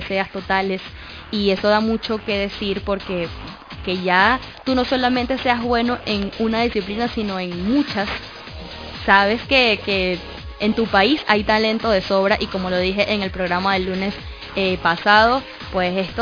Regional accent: Venezuela

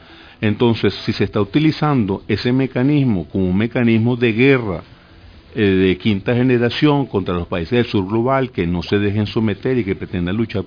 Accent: Venezuela; Y como venezolano comprometido con mi sistema constitucional, estoy total y absolutamente de acuerdo.

